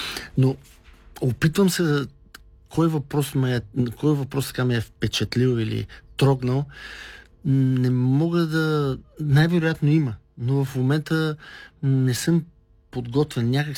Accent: Lovech, Lovech Province, Bulgaria; Все пак идвам и от Лович.

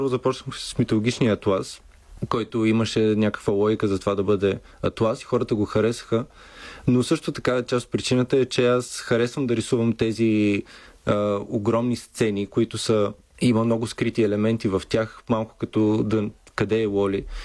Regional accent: Brazil; Bulgarian is a second language; въпреки че съм от Бразилия, нищо не знаех и за бразилската митология.

